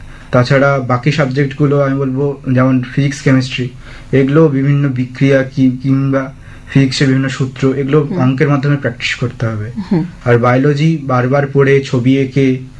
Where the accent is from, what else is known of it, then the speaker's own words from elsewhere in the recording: Patharpratima, West Bengal, India; now in Kakdwip, India; আমি ছোটবেলা ওইখানে পিসিমণির বাড়িতে কাটিয়েছি।